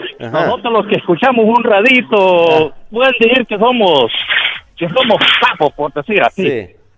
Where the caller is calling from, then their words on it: Tegucigalpa, Francisco Morazán, Honduras; Aquí en Tegucigalpa.